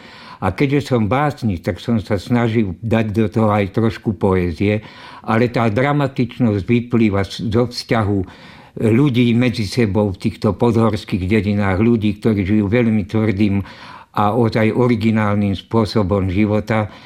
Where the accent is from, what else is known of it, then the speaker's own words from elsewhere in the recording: Brezno, Banská Bystrica Region, Slovakia; moved away; V spomienkach, ale aj konkrétne sa do môjho rodného kraja neustále vraciam. Aj moja chalupa je tak 20 kilometrov od Brezna. Je to kraj vlastne od Červenej skaly, od Horehronia až po Lom nad Rimavicou